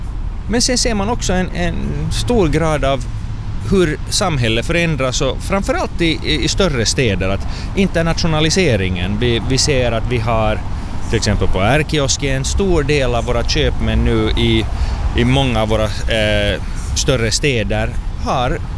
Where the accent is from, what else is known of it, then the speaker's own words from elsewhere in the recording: Sweden; jag är uppvuxen i Sverige